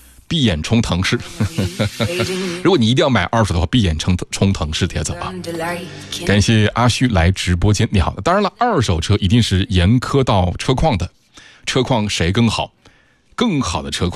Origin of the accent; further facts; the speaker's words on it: Inner Mongolia, China; moved away; 就是因为我是来自内蒙的